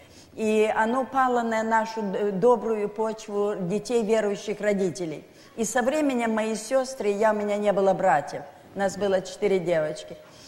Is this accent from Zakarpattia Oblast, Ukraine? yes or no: no; Donetsk, Donetsk Oblast, Ukraine; в детстве, хотя в тех условиях довоенных, у нас в Донецке, я родилась в Донецке, мой отец был горный инженер